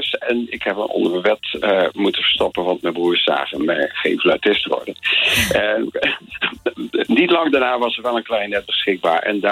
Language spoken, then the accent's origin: Dutch; Terborg, Gelderland, Netherlands; born there; moved away as an adult; also born or lived in Doetinchem / Arnhem / Ellecom; now in Ra, Bronckhorst, Netherlands; Ik ben weliswaar geboren in Doetinchem, gewoond in Terborg.